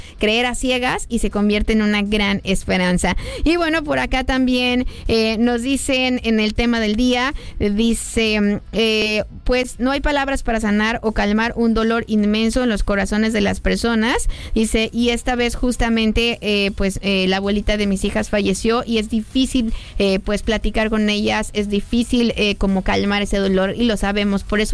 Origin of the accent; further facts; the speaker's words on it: Mexico; los que nacemos en México, nacemos mexicanos, sabemos que somos mexicanos